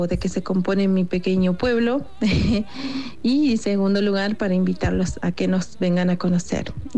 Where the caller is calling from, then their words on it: El Durazno, Catamarca, Argentina; Hoy me comunico y estoy hablando desde acá, desde mi pueblo, desde mi pequeño pueblito llamado El Durazno, departamento Belén, provincia de Catamarca